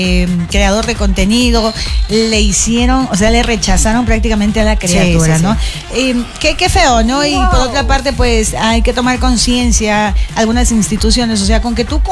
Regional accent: Sierra, Ecuador; nosotros los serranos

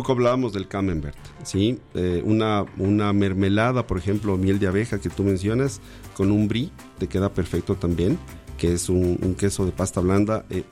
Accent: Ecuador; los productores ecuatorianos estamos en una percha muy amplia

